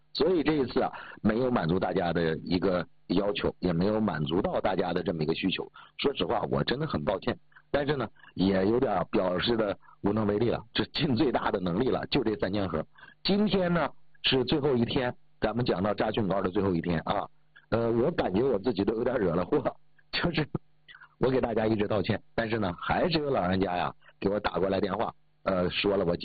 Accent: Northeast China, China; 我身上流着山东人的血，我出生在东北，长在东北

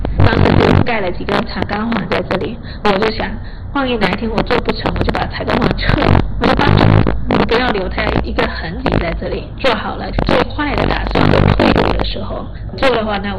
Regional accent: Fujian, China; moved away; 然后而且我从福建来了，很喜欢吃新鲜，不喜欢冰冻的。

